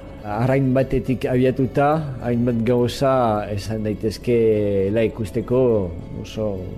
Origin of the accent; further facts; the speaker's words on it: Lyon, Auvergne-Rhône-Alpes, France; Basque is a second language; moved away as an adult; also born or lived in Bilbao; now in San Sebastián, Spain; Lionekoa naiz, Lionen bizi izan nintzen 20 urte izan arte, eta gero Bilbora ikastera joan nintzen eta hemen geratu nintzen